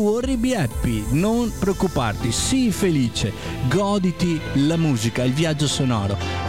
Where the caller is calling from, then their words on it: Romano d'Ezzelino, Veneto, Italy; Ci sono io … da Romano Dezzelino.